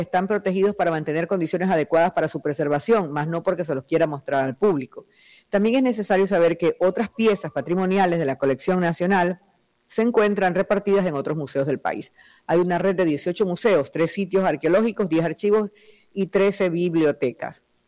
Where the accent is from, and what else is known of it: Ecuador